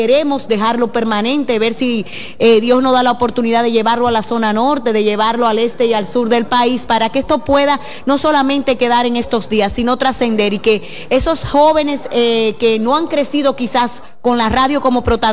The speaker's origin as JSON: {"language": "Spanish", "region": "La Vega", "country": "Dominican Republic", "said": "yo soy de La Vega"}